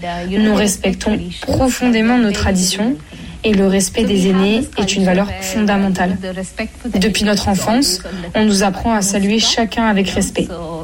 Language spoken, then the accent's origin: French; Bangalore, Karnataka, India; Je suis originaire de Bangalore, dans l'état de Karnataka, situé dans le sud de l'Inde.